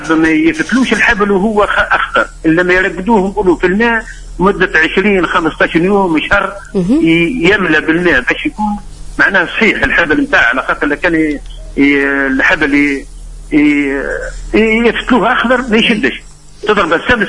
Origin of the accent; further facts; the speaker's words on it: southern Tunisia, Tunisia; بلغتنا احنا في الجنوب